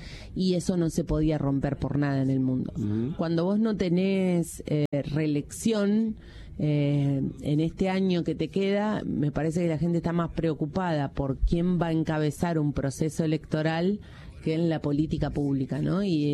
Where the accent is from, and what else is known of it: Santa Fe, Argentina